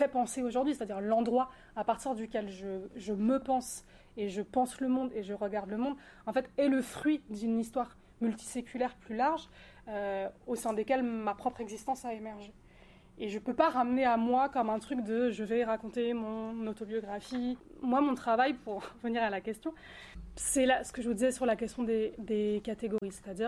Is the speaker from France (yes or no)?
yes; Brittany, France; moi je suis bretonne en plus, et c'est vraiment une identité pareille que je revendique, parce que j'ai grandi là-dedans